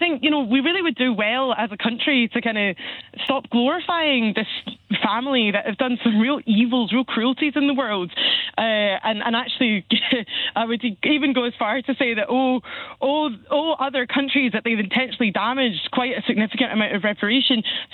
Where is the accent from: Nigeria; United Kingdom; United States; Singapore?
United Kingdom; Scotland; I as a Scottish person